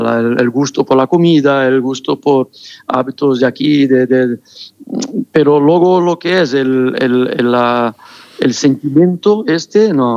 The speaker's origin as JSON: {"language": "Spanish", "country": "Brazil", "second_language": "Spanish", "moved": "as an adult", "said": "Yo soy brasileño al 100% en el aspecto deporte y con un equipo. En el aspecto música, te va gustando cada vez más la música española, cosas que se hacen, pero también soy mucho más raíces brasileña."}